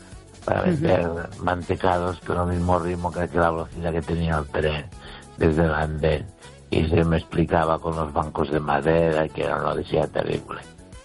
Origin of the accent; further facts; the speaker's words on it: Galicia, Spain; Y mi pueblo está a unos 9 kilómetros 8 de los Peares.